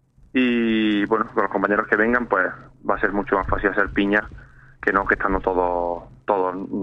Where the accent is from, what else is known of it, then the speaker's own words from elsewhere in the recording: Baena, Andalusia, Spain; yo soy de Baena, de un pueblo de Córdoba